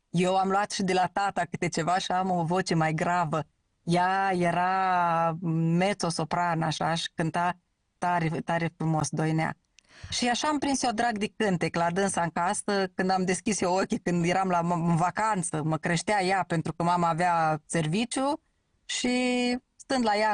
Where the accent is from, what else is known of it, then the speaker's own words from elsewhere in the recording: Sadova, Suceava County, Romania; sunt fată din Sadova.